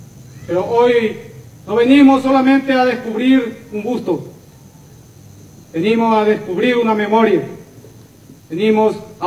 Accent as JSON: {"language": "Spanish", "country": "Paraguay", "said": "unidos como soldados y como paraguayos nos congregamos"}